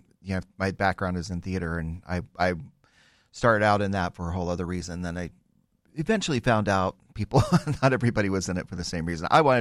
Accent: Winter Park, Florida, United States; born there

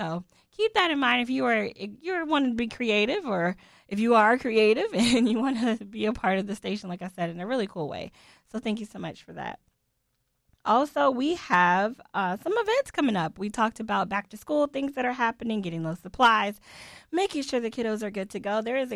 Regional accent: Florida, United States; And I'm from Central Florida.

